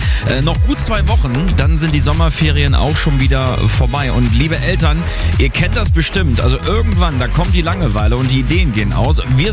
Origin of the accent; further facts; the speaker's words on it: Lower Saxony, Germany; Mein persönlicher besonderer Tipp für euch ist meine Heimat, das Steinhuder Meer.